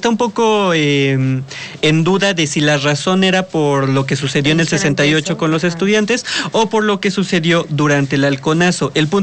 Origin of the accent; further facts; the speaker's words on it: Mexico; lo que somos como mexicanos